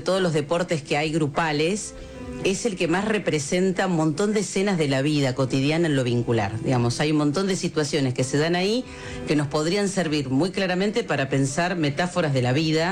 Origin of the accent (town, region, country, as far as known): Argentina